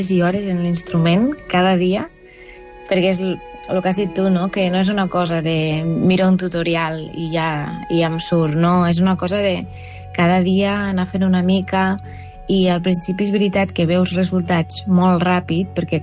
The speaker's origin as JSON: {"language": "Catalan", "town": "La Ràpita", "region": "Catalonia", "country": "Spain", "said": "soc de la Ràpita"}